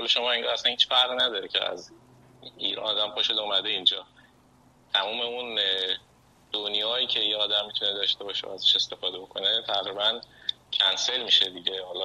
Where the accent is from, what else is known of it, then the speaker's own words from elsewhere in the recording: Turkey; Persian is a second language; بهم گفت کجایی هستی، گفتم ترکیه. باز اونم دقیقا تا گفتم ترکیه چیز شد.